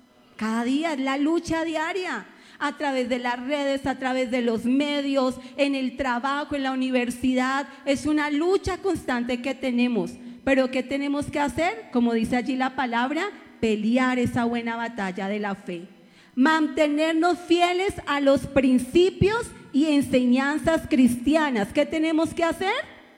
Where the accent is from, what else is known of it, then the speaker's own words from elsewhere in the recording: Colombia; Si somos ciudadanos, somos colombianos